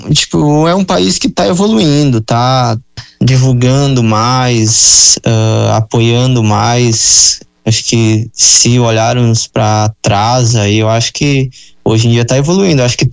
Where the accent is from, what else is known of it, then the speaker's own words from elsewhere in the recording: Rio Grande do Sul, Brazil; moved away as an adult; now in Canoas, Brazil; eu sou do interior do Rio Grande do Sul, aí cidade do interior ela não tem muito o contato com o esporte paralímpico, né?